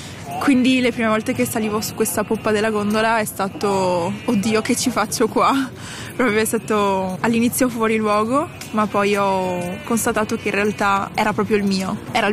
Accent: Venice, Veneto, Italy; ho 22 anni e sono nata a Venezia, cresciuta a Venezia.

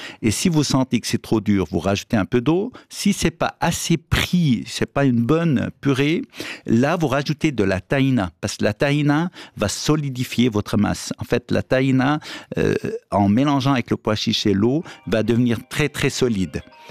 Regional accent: Lebanon; moved away

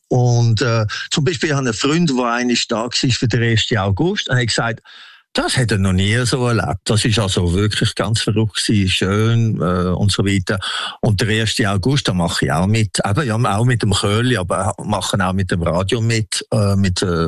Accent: Switzerland; Meine Frau ist Belgierin und ich bin Schweizer.

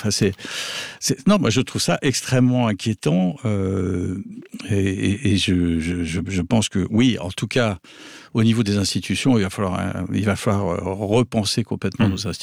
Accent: France; Non, parce que vous savez, je suis français.

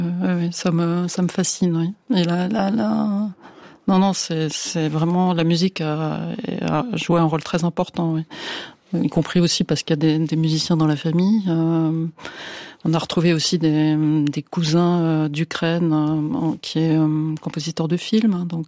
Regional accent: Bordeaux, Nouvelle-Aquitaine, France; born there; Moi, je suis née à Bordeaux, dans une magnifique ville, vraiment avec un ensemble 18e magnifique, qui était une belle endormie, parce qu'il n'y avait pas grand-chose à cette époque-là. De parents médecins

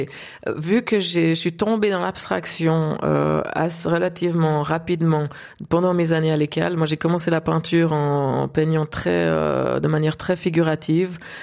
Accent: Switzerland; Avec ce lien qu'on entretient avec la montagne en tant que Suisse.

